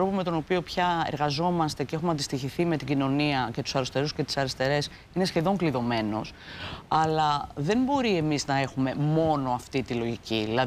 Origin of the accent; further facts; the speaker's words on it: Greece; ως Ελληνίδα πολίτης